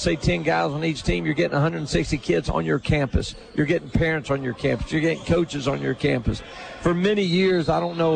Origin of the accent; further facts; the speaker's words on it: Johnson City, Tennessee, United States; I grew up in Johnson City, so it's right beside.